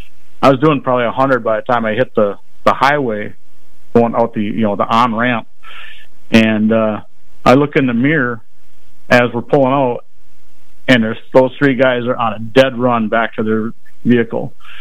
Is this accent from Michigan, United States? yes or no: no; Rockford, Illinois, United States